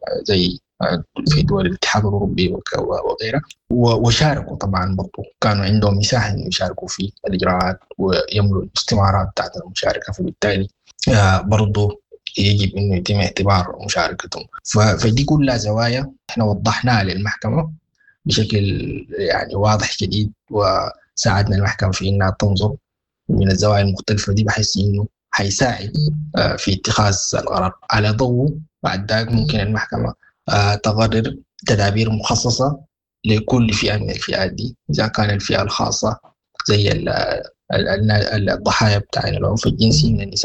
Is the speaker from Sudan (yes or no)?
yes; Sudan; كلنا كسودانيين